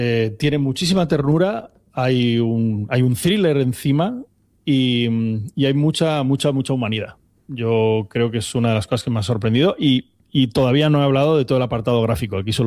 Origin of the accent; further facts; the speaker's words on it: Asturias, Spain; si somos asturianos y tenemos un pueblo al que recurrir